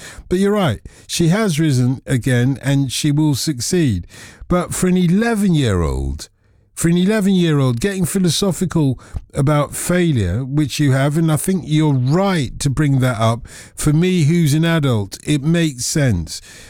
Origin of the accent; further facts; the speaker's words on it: Nigeria; accent: Nigerian; I'm not going to put on my Nigerian accent, but sometimes I cannot help it.